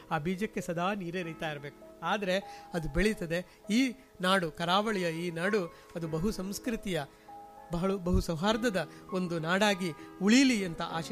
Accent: Kumbla, Kerala, India; ಇಲ್ಲೇ ಕಾರಿಕಾಡಿ ಅಂತ ಇದೆ ನನ್ನ ಊರದು, ಕುಂಬಳೆ ಹತ್ರ ಆರಿಕಾಡಿ ಅಂತ ಆಲಿ ಚಾಮುಂಡಿ ದೈವ ಇದೆ.

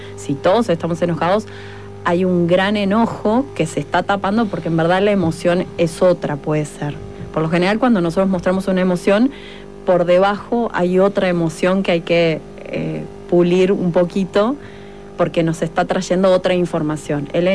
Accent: Montevideo, Uruguay; yo que vengo de Montevideo

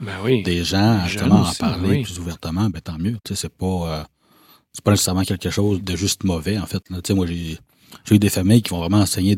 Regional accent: Val-d'Or, Quebec, Canada; also born or lived in Matagami; Tu sais, moi, je viens de Val-d'Or. Fait que j'ai principalement grandi à Val-d'Or. J'ai tout le temps été en famille d'accueil dans cette ville-là ou presque.

